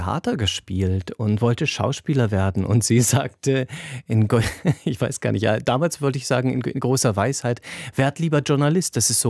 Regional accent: Osnabrück, Lower Saxony, Germany; born there

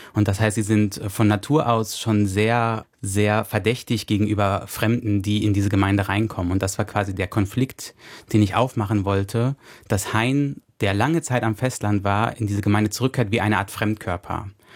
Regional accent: North Rhine-Westphalia, Germany; Ich bin im kleinen Ort in NRW aufgewachsen

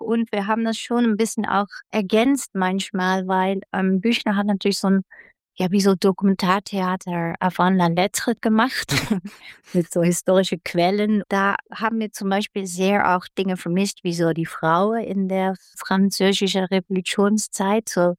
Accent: Netherlands; German is a second language; Ich komme ja aus den Niederlanden, so für mich war das relativ unbekanntes Stoff. So, ich bin da nicht in der Schule mit aufgewachsen

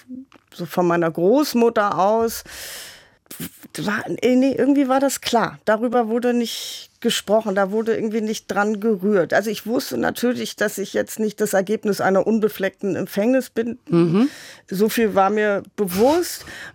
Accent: Hamburg, Germany; Ich bin aus Hamburg.

